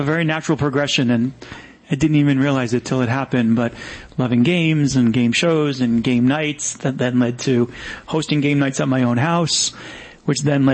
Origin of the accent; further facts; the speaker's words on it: New York, United States; Growing up on Long Island, the 80s was the best.